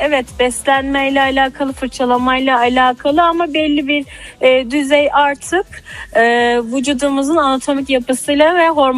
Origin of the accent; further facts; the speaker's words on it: Hatay, Turkey; Hatay'a, artık memleketimize dönüyoruz.